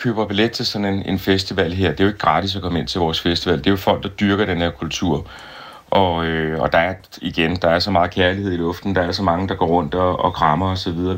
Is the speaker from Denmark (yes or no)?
yes; Næstved, Zealand, Denmark; i min hjemby